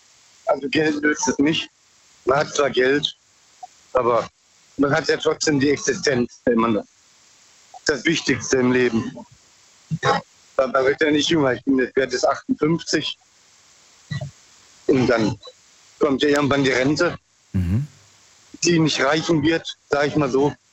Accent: Bruchsal, Baden-Württemberg, Germany; Ich komme aus Bruchsal.

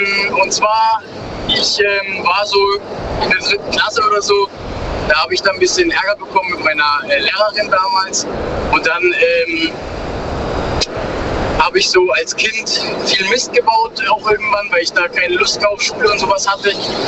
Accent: Baden-Württemberg, Germany

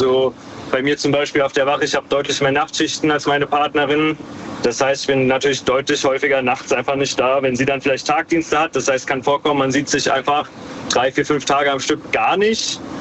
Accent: Hesse, Germany; Hi, aus der Nähe von Frankfurt.

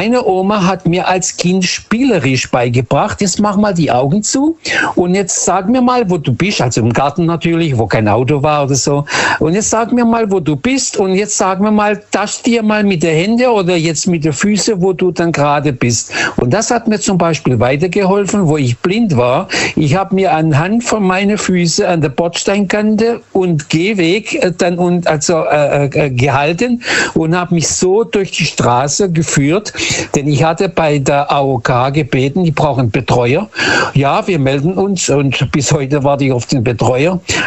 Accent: Lisbon, Portugal

